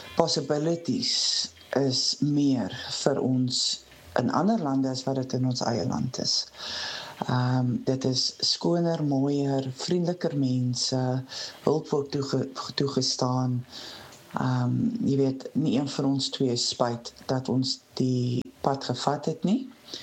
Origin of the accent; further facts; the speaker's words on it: Port Elizabeth, Eastern Cape, South Africa; now in Ireland; Ek kom van PE af. Ek is nou in Ierland vir 'n paar jaar al. My sussie het van Suid-Afrika oorgegaan Amerika toe